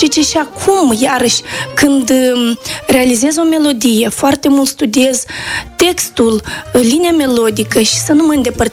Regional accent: Cupcui, Leova District, Moldova; Din satul Cupcui, raionul Leova.

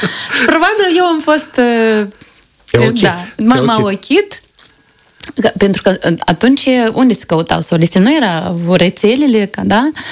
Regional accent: Soroca, Soroca District, Moldova; moved away; eu sunt de la Soroca

